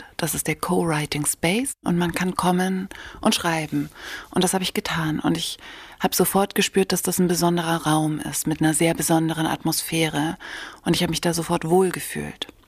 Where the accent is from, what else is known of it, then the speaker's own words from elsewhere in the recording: Bavaria, Germany; moved away as an adult; also born or lived in Stuttgart / Berlin; now in Hildesheim, Germany; Ich bin 1984 im Allgäu geboren und dort auch aufgewachsen mit zwei Brüdern.